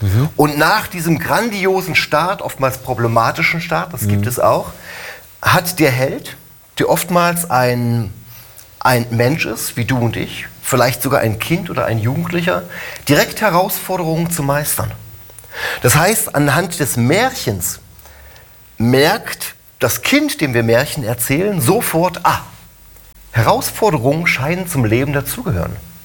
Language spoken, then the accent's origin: German; Harz, Germany; also born or lived in Lüneburg, Germany